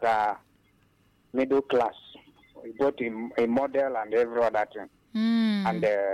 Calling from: Ebonyi, Nigeria; calling from Ebonyi State.

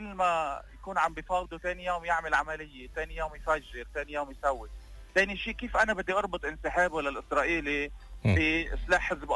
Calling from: Lebanon; أنا كشاب لبناني

